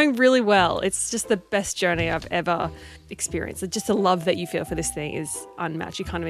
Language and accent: English; Papua New Guinea; now in Australia; Yeah, I was born in Papua New Guinea because we grew up there.